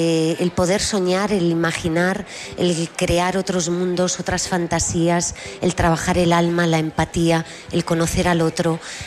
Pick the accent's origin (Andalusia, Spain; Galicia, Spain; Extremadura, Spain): Galicia, Spain; Y yo como gallega, yo interpreto a Elvira